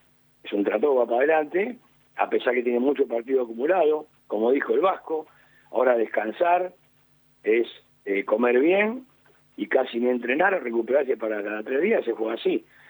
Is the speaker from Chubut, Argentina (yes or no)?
no; Buenos Aires, Argentina; Yo soy acá de Saavedra